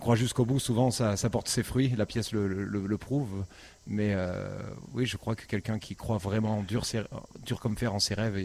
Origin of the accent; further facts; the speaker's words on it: Southern France, France; parce que je viens du Sud.